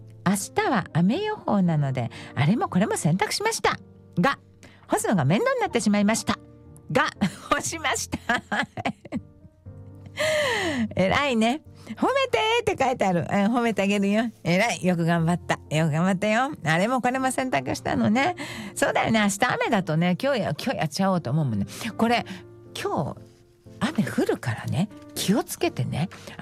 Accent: Hiroshima, Japan; now in Tokyo, Japan; 明日ね、夜行バスでね、広島に帰るの。

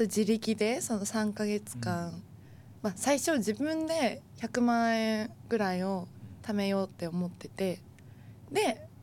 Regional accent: Hokkaido, Japan; 北海道出身、

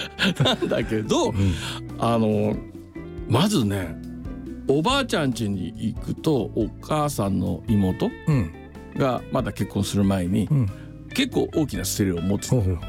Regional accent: Chichibu, Saitama, Japan; moved away; 僕が生まれ育ったところは、秩父市にあった

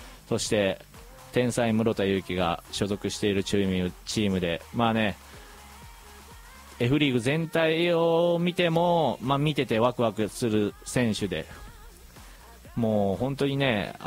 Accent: Kanto, Japan; moved away; 僕はもともと関東の出身なので九州のことに関してはねあまり詳しくないんですけど

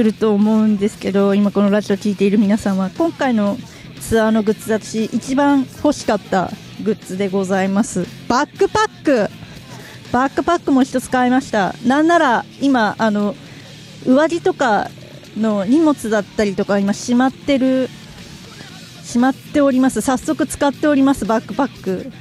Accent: Hokkaido, Japan; こっちから北海道民なんで、

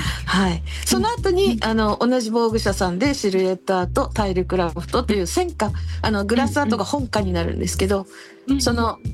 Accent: Kanagawa, Japan; moved away as an adult; now in Okinawa, Japan; 出身は神奈川なんですけれども、主人も神奈川出身で、ちょっと主人の転勤で一緒についてきたっていう感じで、もう15年になります。

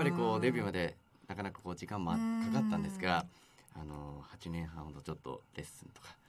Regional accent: Niigata, Japan; born there; now in Tokyo, Japan; 生まれが新潟でして、

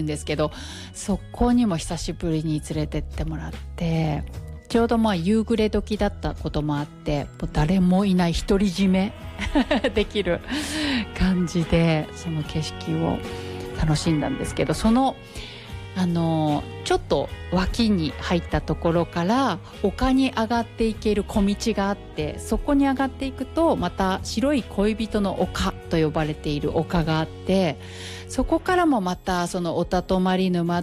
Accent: Otofuke, Hokkaido, Japan; 私は音更町で育ったんですが

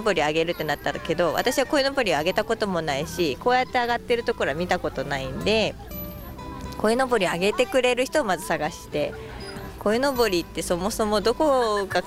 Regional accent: Koga, Ibaraki, Japan; 私が古河生まれ古河育ちなんですけど

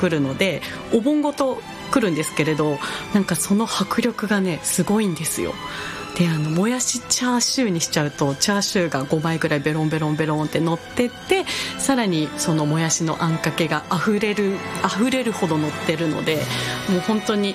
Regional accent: Yamanobe, Yamagata, Japan; born there; 私の本当に生まれたところ山野辺町

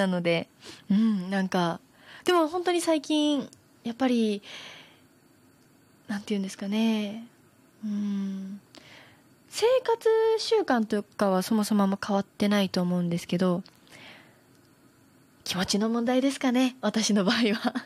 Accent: Miyazaki, Japan; 私の地元である宮崎がある九州の

